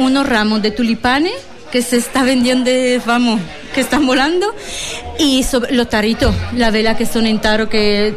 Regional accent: Romania; now in Constantina, Spain; Soy de Rumanía, pero llevo ya en Constantina 20 años.

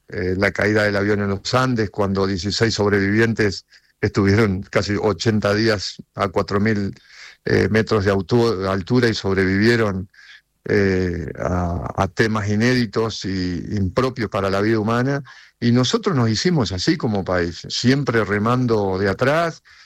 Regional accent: Uruguay

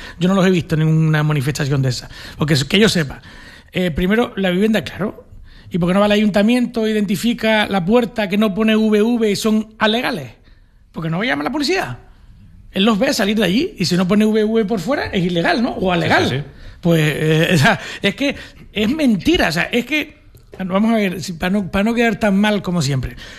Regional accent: Tinajo, Canary Islands, Spain; soy de Tinajo, soy conejero de toda la vida

